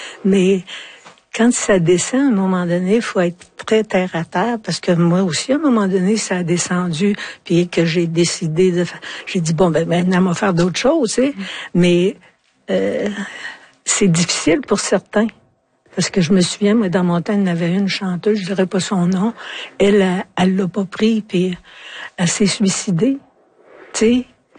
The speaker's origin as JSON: {"language": "French", "region": "Quebec", "country": "Canada", "said": "Mais tu sais, je viens de l'Abitibi"}